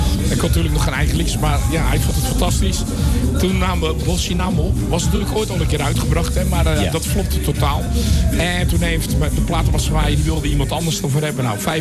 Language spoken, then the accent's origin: Dutch; Noordwijk, South Holland, Netherlands; En ik kom zelf uit Noordwijk, aan de kust.